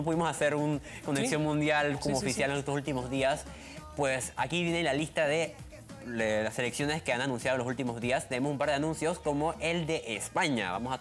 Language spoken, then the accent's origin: Spanish; Panama; somos panameños